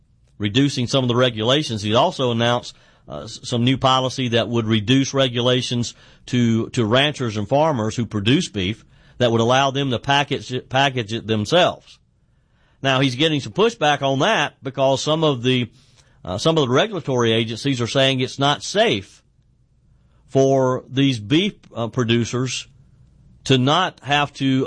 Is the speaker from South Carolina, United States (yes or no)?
yes; South Carolina, United States; say in my home state of the upstate of South Car